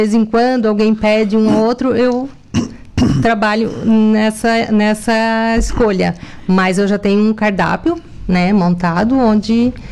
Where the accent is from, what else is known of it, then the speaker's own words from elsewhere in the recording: Nova Veneza, Brazil; Eu sou natural de Nova Veneza, então nasci na roça.